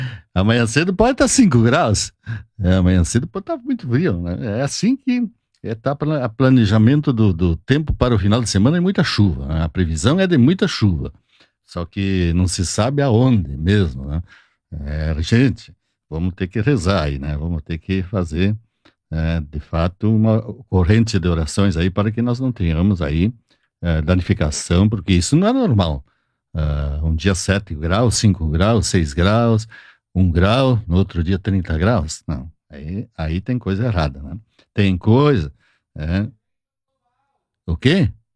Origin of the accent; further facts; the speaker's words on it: Nova Prata, Rio Grande do Sul, Brazil; meu Rio Grande do Sul, da minha terra, Nova Prata, Vista Alegre do Prata